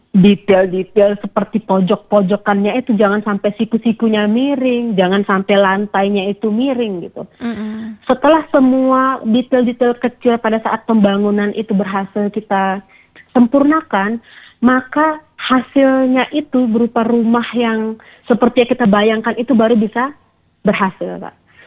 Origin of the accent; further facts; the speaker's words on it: Aceh, Indonesia; tapi juga merupakan identitas dan budaya kita orang Gayo gitu.